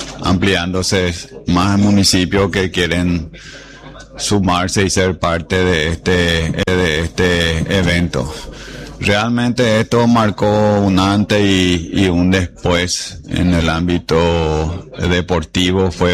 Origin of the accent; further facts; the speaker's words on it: Itapúa, Paraguay; nos permitió sentirnos orgullosos como itapuense, como paraguayo